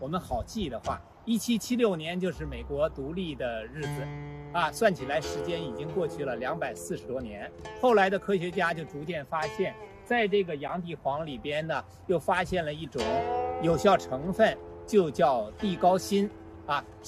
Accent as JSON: {"language": "Chinese", "country": "China"}